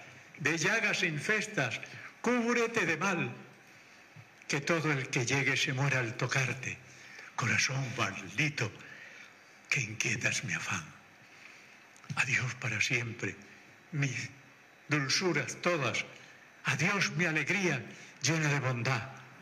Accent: Maracaibo, Zulia, Venezuela; moved away as an adult; also born or lived in Barcelona; now in Spain; mis tías canarias me criaron a mí. Las primeras cosas que yo hice fueron comidas canarias. Ella tenía en la casa que nosotros vivíamos, era una casa que tenía unos 2.500, 300 metros de parcela. Porque en Maracaibo las casas se construían bien fuera

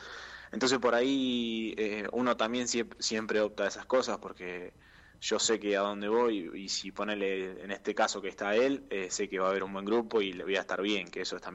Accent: Viedma, Río Negro, Argentina; born there; moved away as an adult; ahí en Viedma, yo soy de ahí, para claro. Que saben, yo soy nacido ahí en Viedma, claro.

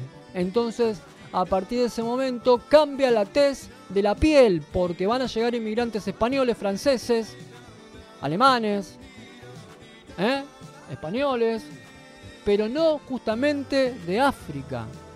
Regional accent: José C. Paz, Buenos Aires Province, Argentina; yo voy a contar un caso de esto en José C. Paz, ¿no? Que yo soy, lógicamente, nativo de este lugar, he nacido acá.

